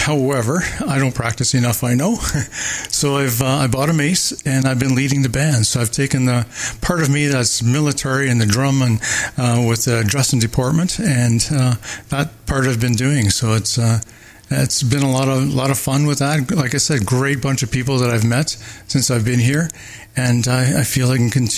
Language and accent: English; Kawartha Lakes, Ontario, Canada; born there; also born or lived in Barbados; now in Haliburton, Canada; I was down in the Coastal Lakes through high school days.